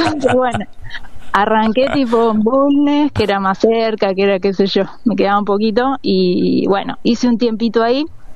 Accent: La Pampa, Argentina; moved away as an adult; now in Buenos Aires, Argentina; Después, bueno, me fui de La Pampa, me vine a Buenos Aires a estudiar. Bueno, en La Pampa también, antes de venirme, ya también hice, seguí con el taller, ¿no?, de cerámica.

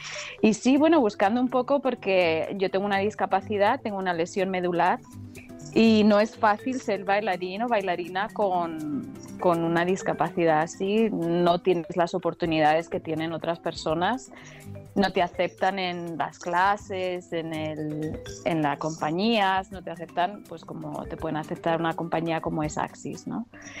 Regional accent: Madrid, Community of Madrid, Spain; moved away as an adult; also born or lived in London / Canada; now in San Francisco, United States; soy española de Madrid, de la capital. Y bueno, yo crecí allí, viví allí muchos años y luego mi carrera profesional ha sido casi siempre fuera de España.

